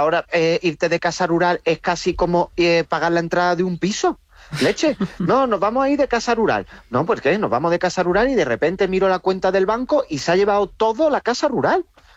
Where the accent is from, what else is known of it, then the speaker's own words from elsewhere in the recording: Rincón de la Victoria, Andalusia, Spain; ¿No tienes pueblo? Toma el mío, ya está. Para quien me esté escuchando, no tiene pueblo, le doy el mío. Rincón de la Victoria, de Málaga.